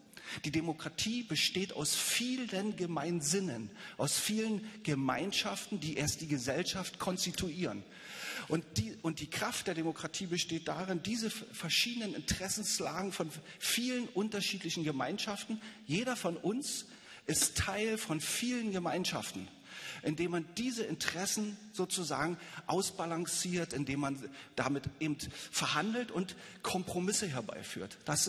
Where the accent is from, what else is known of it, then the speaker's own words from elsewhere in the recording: Berlin, Germany; Ich bin in Ostberlin geboren, 1967.